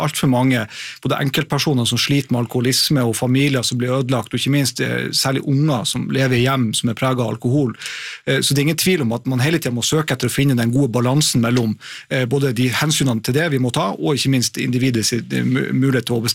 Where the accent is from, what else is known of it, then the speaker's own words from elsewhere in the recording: Harstad, Troms, Norway; i min hjemby Harstad